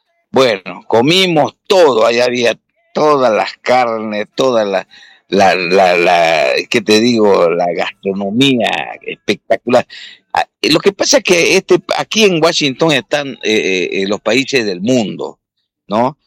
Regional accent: Bolivia; Obviamente, cada migrante boliviano

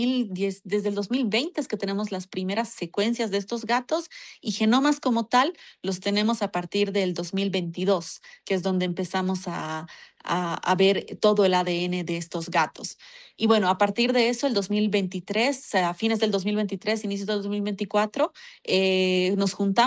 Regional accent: Bolivia; junto a mi colega Enzo Aliaga, que somos nosotros bolivianos, que trabajamos de forma asociada a institutos de la Universidad Mayor de San Andrés

